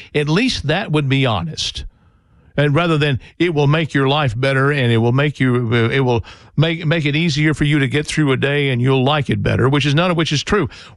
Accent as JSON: {"language": "English", "region": "Texas", "country": "United States", "said": "I'm from Texas, and I might sound like I'm from Texas."}